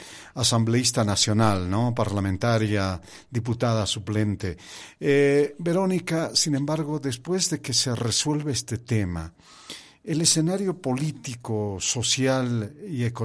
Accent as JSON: {"language": "Spanish", "country": "Bolivia"}